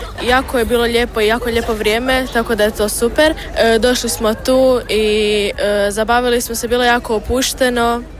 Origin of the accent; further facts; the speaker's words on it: Krk, Primorje-Gorski Kotar County, Croatia; imam 14 godina i dolazim iz Župe Krk.